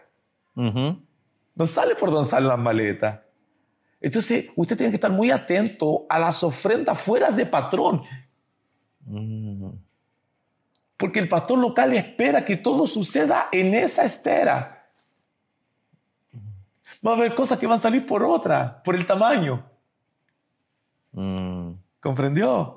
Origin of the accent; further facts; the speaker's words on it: Chile; moved away as an adult; now in Brazil; Yo soy chileno, vivo más de 30 años en Brasil.